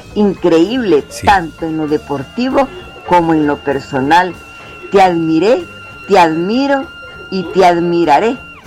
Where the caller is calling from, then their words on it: El Salvador; soy salvadoreña.